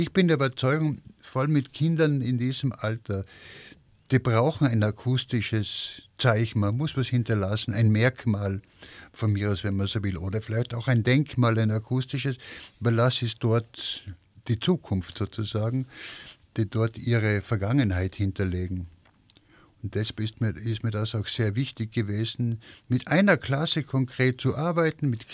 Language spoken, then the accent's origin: German; Lienz, Tyrol, Austria; Dann habe ich 2013 in meiner Heimatstadt Lienz ein Profil einer Siedlung gemacht.